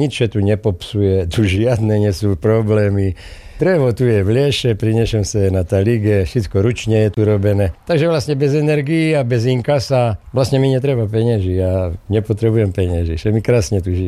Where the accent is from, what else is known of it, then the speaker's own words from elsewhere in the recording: Prešov Region, Slovakia; U nás v Šarišu šetému utorí, že komenciaši, to je taký ten šarišský výraz